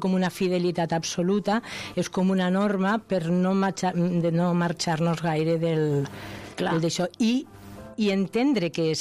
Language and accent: Catalan; Castile, Spain; Catalan is a second language; Perdó, jo sóc castellana i adoro el castellà